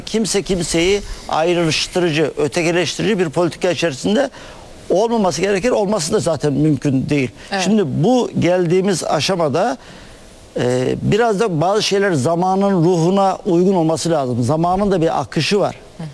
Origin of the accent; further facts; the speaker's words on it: Konya, Turkey; also born or lived in Manisa; bir de Manisa'lıyım. Manisa'da bugün çok konuştuk ama Manisa'dan bir fark yok. Ama doğma büyüme de Konyalıyım.